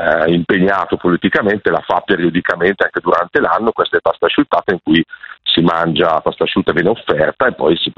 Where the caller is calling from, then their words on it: Piacenza, Emilia-Romagna, Italy; Siamo da Piacenza.